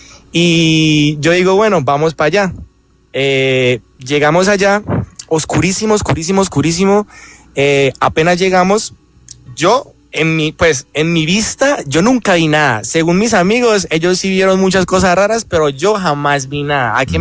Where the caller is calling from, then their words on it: Bucaramanga, Santander, Colombia; Yo soy de Bucaramanga.